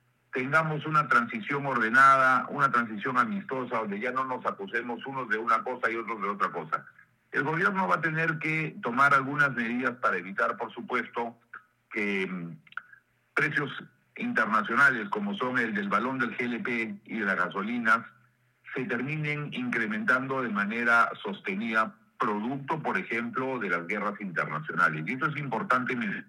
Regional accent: Peru; lo más importante es que entre peruanos dejemos de pelearnos.

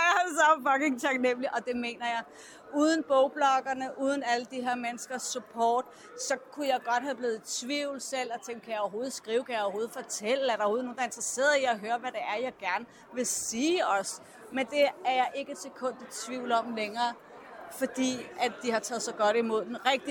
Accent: Copenhagen, Capital Region of Denmark, Denmark; Det er jeg. Er fra Vesterbro.

